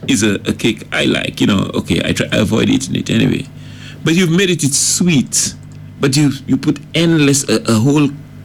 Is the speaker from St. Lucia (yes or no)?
yes; St. Lucia; It's a drink, strangely, when I'm away from St. Lucia, I say, oh boy, I could have drunk a nice cold malt.